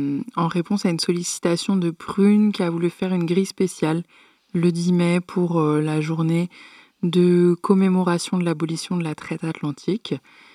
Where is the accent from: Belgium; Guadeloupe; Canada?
Guadeloupe; now in France; Tout ça parce que je veux rentrer chez moi en Guadeloupe et revoir les miens, et mourir en paix, voilà ma situation depuis que je suis en prison en France.